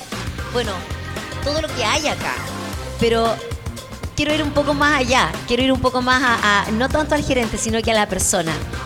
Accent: Temuco, Araucanía, Chile; born there; somos al menos de acá. Yo nací en Temuco y me crié acá y no me he ido nunca.

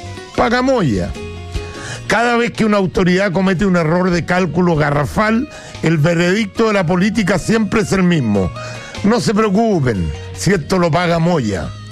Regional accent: Chile; Somos los chilenos de trabajo que terminamos pagando con el sudor de nuestra frente la fiesta

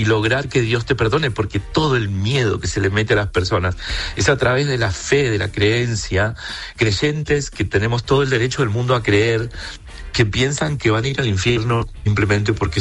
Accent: Buenos Aires, Argentina; en este caso soy un gay porteño argentino

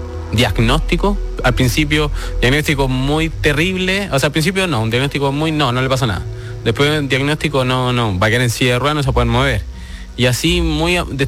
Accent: Rengo, O'Higgins, Chile; Yo nací en 97, sí, yo estoy en Rengo, soy originario, oriundo de Rengo, la sexta región, estoy en el colegio Antilén

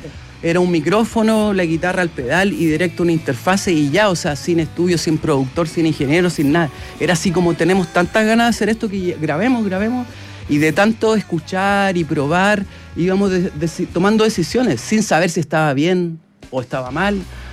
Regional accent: San Carlos, Chile; moved away as an adult; now in Mexico City, Mexico; somos dos integrantes de San Carlos, somos de provincia

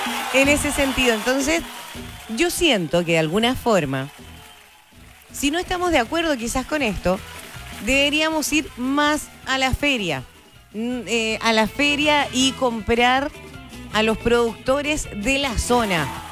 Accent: Chile

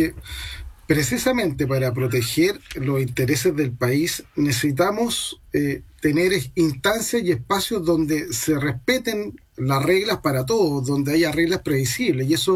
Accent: Chile

